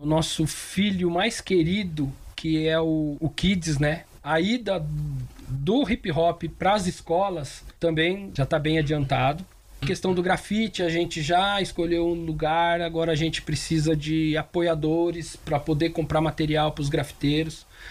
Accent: Brazil; a gente é brasileiro

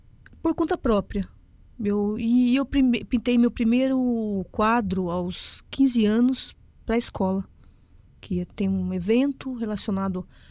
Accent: São Lourenço da Serra, São Paulo, Brazil

